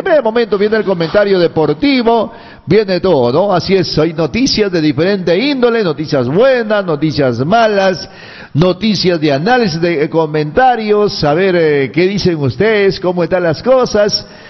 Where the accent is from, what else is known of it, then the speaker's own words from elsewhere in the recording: Peru; yo soy un ciudadano peruano, soy un cristiano